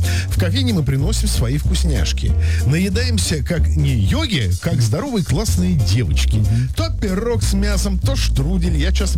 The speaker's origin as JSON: {"language": "Russian", "town": "Astrakhan", "region": "Astrakhan Oblast", "country": "Russia", "said": "из Астрахани."}